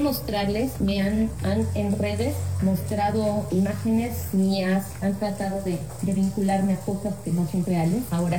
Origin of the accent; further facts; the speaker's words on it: Xalapa, Veracruz, Mexico; Soy empresaria de Jalapa y me acompaña el licenciado y apoderado y amigo de la familia, el licenciado Ángel Hernández.